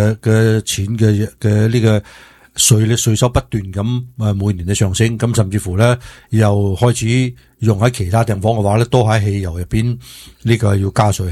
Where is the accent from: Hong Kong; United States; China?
United States; California; 其实系老点我哋加州人㗎